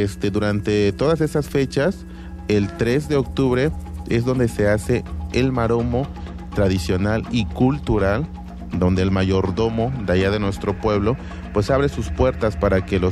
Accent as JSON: {"language": "Spanish", "country": "Mexico", "said": "a nosotros como mexicanos nos debe de llenar de orgullo"}